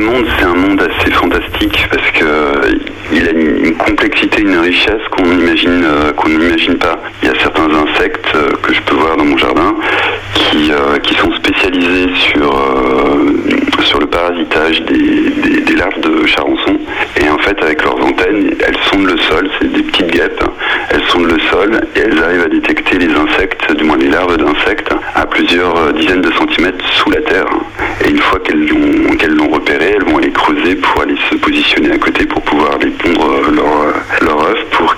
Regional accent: eastern France, France; moved away; Je viens de l'est de la France, donc les cigognes je connaissais

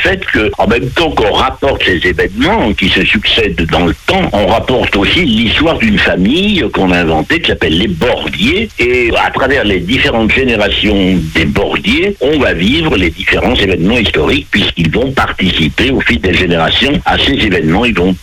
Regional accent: Bordeaux, Nouvelle-Aquitaine, France; moved away; qui n'est pas mon département de naissance, puisque je viens du sud-ouest, singulièrement de la Gironde, et plus particulièrement de Bordeaux

